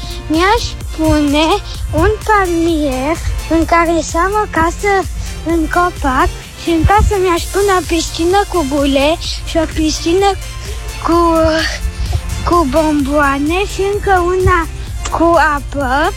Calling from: Baia Mare, Maramureș County, Romania; și vin din Baia Mare.

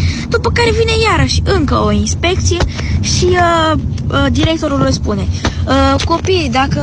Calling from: Iași, Iași County, Romania

